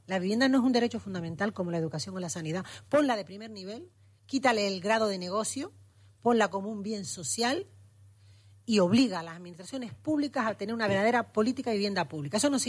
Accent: Telde, Canary Islands, Spain; yo vengo de Telde

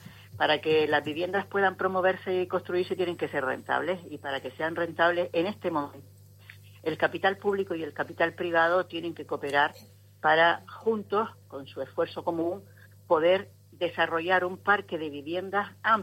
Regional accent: Spain; los españoles somos los europeos más ricos en patrimonio de toda Europa

